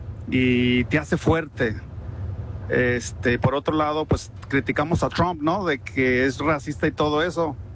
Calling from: Mexico; qué pronto se nos olvida que somos una sola nación, ¿verdad?

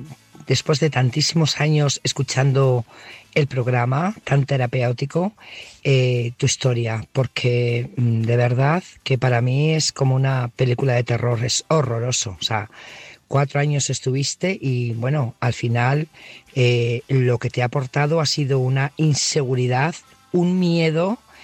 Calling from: Burgos, Castile and León, Spain; corresponsal de Burgos

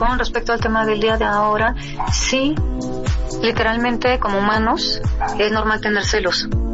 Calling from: Zapopan, Jalisco, Mexico; soy de Zapopan, Jalisco.

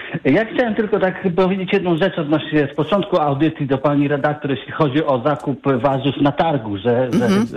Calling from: Lublin Voivodeship, Poland; Ja pochodzę z takiej mniejszej miejscowości z Lubelszczyzny, powiedzmy powiatowej.

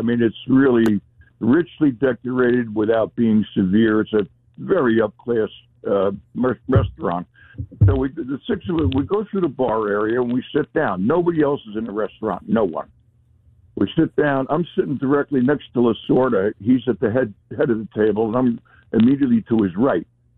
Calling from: New Jersey, United States; from New Jersey.

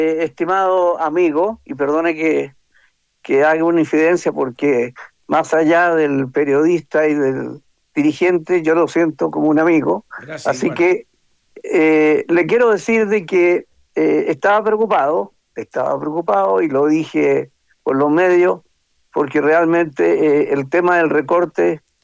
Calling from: Santiago, Santiago Metropolitan Region, Chile; Yo estoy en mi casa, que es San Carlos Apoquindo.

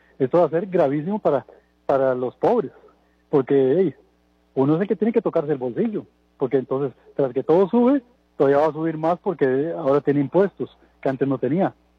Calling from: Costa Rica; de San Rafael de Jodiagua.

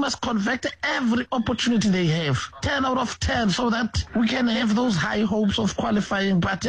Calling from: South Africa; my home country

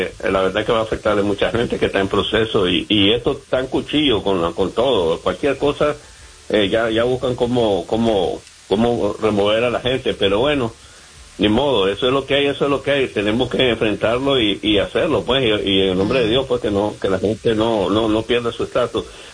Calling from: New York, United States; Te hablo desde Nueva York

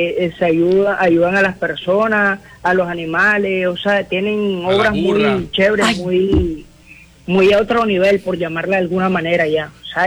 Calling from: Soledad, Atlántico, Colombia; de la ciudad de Barranquilla, municipio Soledad.

